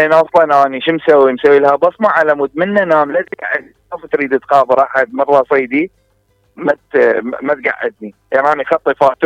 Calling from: Baghdad, Baghdad Governorate, Iraq; من بغداد.

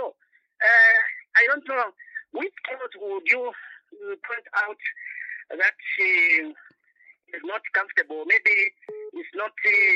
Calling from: Lusaka, Lusaka Province, Zambia; you are talking to … here in Lusaka, Kabarana, Manchola.

